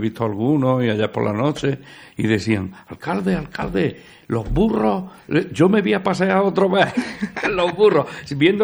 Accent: Villanueva de Tapia, Andalusia, Spain; Nosotros somos malagueños, pero nos sentimos cordobeses y un poco también granaínos

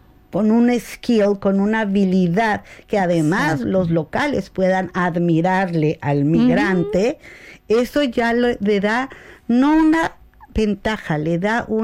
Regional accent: Mexico; Es un cariño muy bonito el cariño que tenemos como mexicanos.

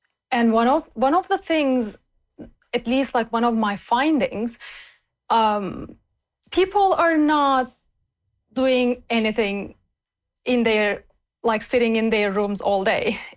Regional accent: Turkey; now in Canada; Because I'm from Turkey and my brother lives at home. And if I was still living in Turkey, I would most likely be living at home too.

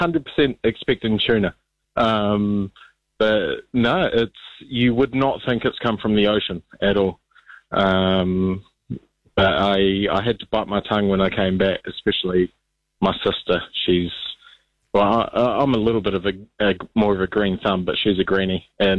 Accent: New Zealand; especially as a Kiwi

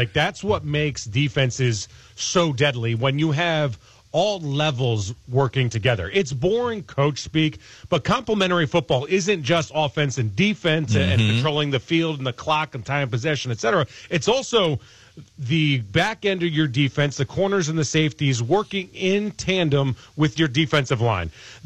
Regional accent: New England, United States; New England, I'm from New England.

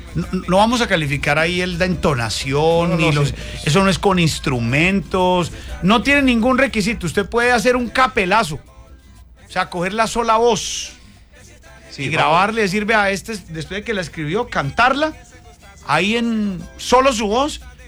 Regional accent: Santander, Colombia; nos puede servir a nosotros, como colombianos, como santanderianos, como carrangueros

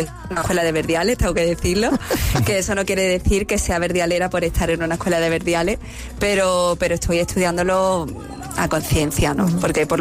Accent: Almogía, Andalusia, Spain; Yo soy de Almojía

